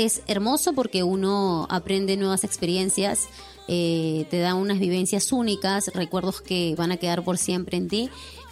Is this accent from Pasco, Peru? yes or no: no; Lima, Peru; yo nací en Lima, soy limeña, mazamorrera. Soy limeñita, nací en la maternidad de Lima, así que orgullosa limeña, ¿no? Pero con la sangre ayacuchana y por parte de mi papá la sangre norteña, mi abuelo es piurano.